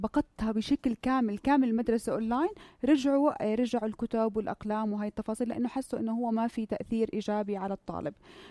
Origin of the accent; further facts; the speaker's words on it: Jordan; هلا موضوع التدريس عندنا بالاردن تحول جزء منه اونلاين كمتابعه اهل